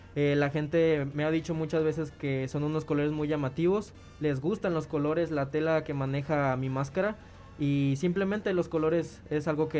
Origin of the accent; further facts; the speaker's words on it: Guadalajara, Jalisco, Mexico; born there; now in Tepic, Mexico; De aquí de Nayarit. Yo nací en Guadalajara, Jalisco, pero por algunos temas decidí venirme aquí a la ciudad de Tepic